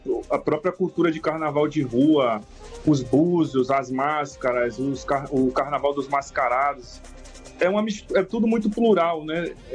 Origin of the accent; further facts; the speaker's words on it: Salvador, Bahia, Brazil; Eu sou de Itapuã, sou da parte da praia